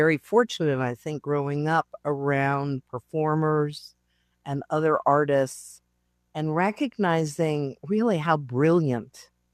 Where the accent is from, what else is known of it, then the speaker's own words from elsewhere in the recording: Denver, Colorado, United States; moved away; So I was really fascinated that my hometown had done this.